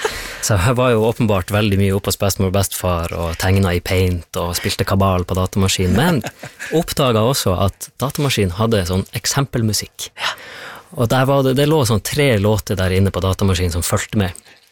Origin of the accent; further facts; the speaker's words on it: Troms, Norway; jeg vokste opp innerst I Storfjorden, I bunnen av fjorden, en liten bygd som heter Otern, Tjavkos eller Saukonen. Alle bygden har som regel navn på tre språk. Mm. Det omgitt av temmelig høye fjell